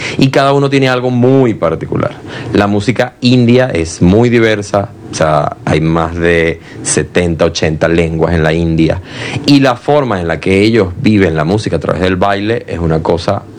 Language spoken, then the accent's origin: Spanish; Caracas, Capital District, Venezuela; born there; Entonces, bueno, nosotros, mi hermano y yo nacemos acá. Mi mamá es de Falcón.